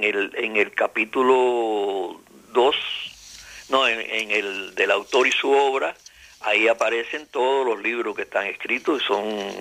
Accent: San Antonio de los Baños, Artemisa, Cuba; born there; ahí en San Antonio de los Baños, que es donde yo nací

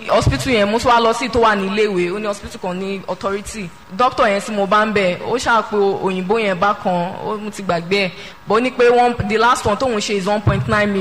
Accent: Igando, Lagos, Nigeria; Mo wá láti Igando ní Èkó.

